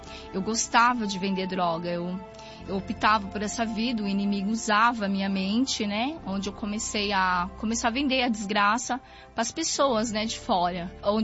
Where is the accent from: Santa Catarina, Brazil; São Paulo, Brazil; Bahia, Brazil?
São Paulo, Brazil; Bom Jesus dos Perdões; sou de uma cidade do interior de Bom Jesus Perdões, uma cidade pequena